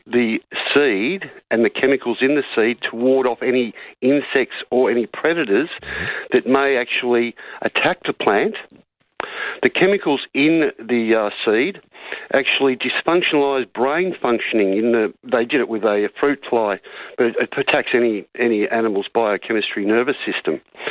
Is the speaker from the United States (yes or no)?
no; Australia; that's my honest opinion as an Australian, Tony